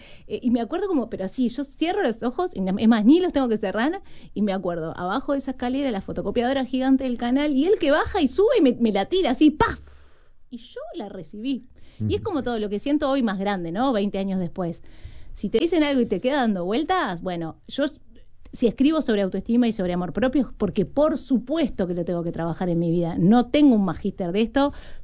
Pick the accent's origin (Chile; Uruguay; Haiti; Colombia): Uruguay; Canelones; yo soy uruguaya hasta la médula, canaria hasta la médula, o sea, no me movería, sí, a trabajar, ¿no? Pero como en esta cuestión donde siempre termino, en mi hogar es Canelones, ahora vivo en La Gomar, ¿no? Pero es eso, Pinar, Atlántida, La Gomar, no me saco de ahí.